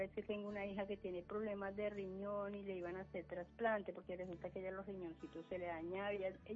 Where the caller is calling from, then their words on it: Girardot, Cundinamarca, Colombia; aquí en Girardot, en el barrio Portachuelo.